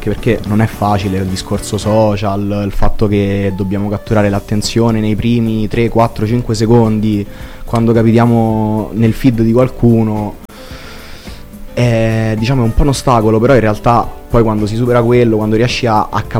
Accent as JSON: {"language": "Italian", "town": "Latina", "region": "Lazio", "country": "Italy", "said": "vengo da Latina, ho 21 anni, quasi 22"}